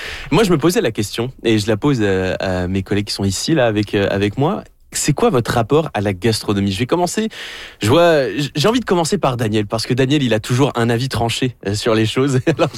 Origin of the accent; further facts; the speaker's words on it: France; parce que bon, ça s'entend à mon accent, je viens de France.